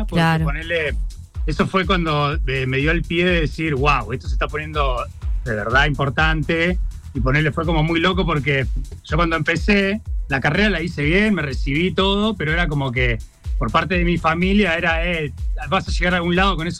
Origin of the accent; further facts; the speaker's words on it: Comodoro Rivadavia, Chubut, Argentina; moved away as an adult; Soy de Chubut, de Comodoro Rivadavia. Vine acá, bien. Como bien ustedes dijeron, a estudiar licenciatura en Relaciones Públicas.